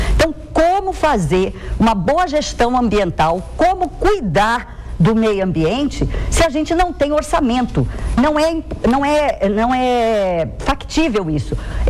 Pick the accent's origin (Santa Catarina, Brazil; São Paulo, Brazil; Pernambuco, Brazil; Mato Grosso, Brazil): Mato Grosso, Brazil; O rio Cuiabá, o nosso rio, eu sou mato-grossense